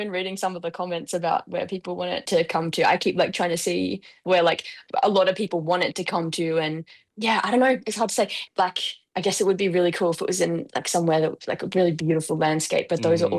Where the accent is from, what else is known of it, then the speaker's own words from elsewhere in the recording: California, United States; like I'm from the Central Coast. So it's not super regional, it's not crazy, it's not rural, you know what I mean?